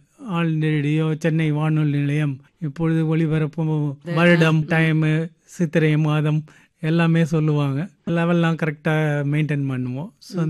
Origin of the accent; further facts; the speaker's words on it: Neyveli, Tamil Nadu, India; 1964 பிறந்தேன். Neyveli 24th block உள்ள elementary ஸ்கூலில் 8th வரைக்கும் அங்கே முடித்தேன்.